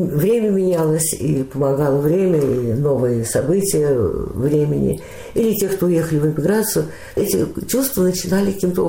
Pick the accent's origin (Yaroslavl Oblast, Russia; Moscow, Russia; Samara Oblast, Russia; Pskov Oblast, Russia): Moscow, Russia; moved away; В 43-м году я родилась, и так в Москве и осталась.